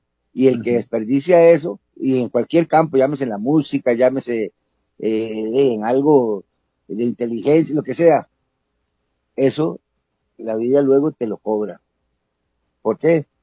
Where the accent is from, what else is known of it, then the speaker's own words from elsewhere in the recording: Costa Rica; creo que en la humildad que nosotros como costarricenses debemos